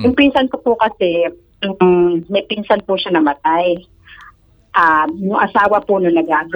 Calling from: Cavite, Calabarzon, Philippines; taga Cavite po.

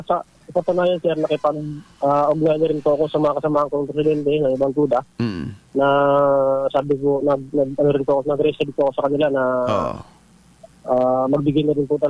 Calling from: El Nido, Mimaropa, Philippines; dito po sa amin sa Nakwan.

